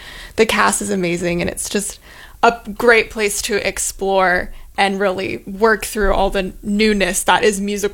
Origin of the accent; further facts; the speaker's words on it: New York, United States; I'm from New York, so I moved back home.